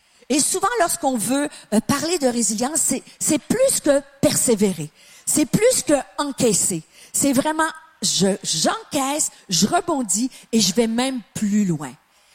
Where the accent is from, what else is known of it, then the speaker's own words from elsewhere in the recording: Quebec, Canada; moi, je suis pas française, je suis québécoise.